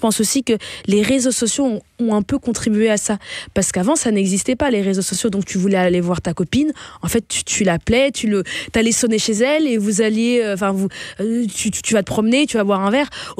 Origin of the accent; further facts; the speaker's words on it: Flanders, Belgium; Moi, j'ai grandi en Belgique, j'ai grandi du côté flamand. Je suis toujours allée dans une école néerlandophone.